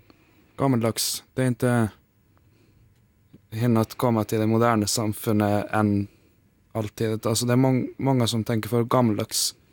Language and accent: Swedish; Sweden; Väl, jag själv är ju älvsame.